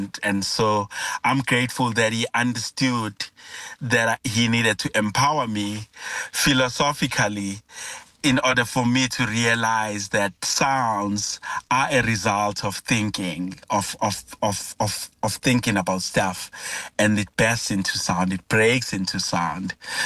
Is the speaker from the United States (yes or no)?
no; South Africa; first language Zulu; within the Zulu language, which is my mother tongue